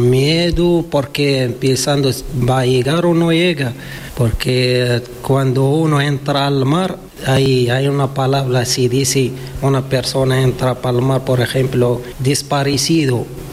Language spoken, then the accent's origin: Spanish; Laayoune, Laâyoune-Sakia El Hamra, Western Sahara; moved away as an adult; Soy del Sahara Occidental de Laayoune, capital. En Paterra salimos del muelle del Lil Playa de Laayoune para Fuerza y Ventura.